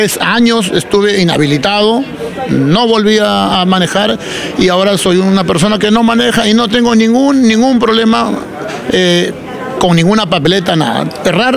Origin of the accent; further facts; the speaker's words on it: Lima, Peru; ¿nosotros somos limeños de segunda clase?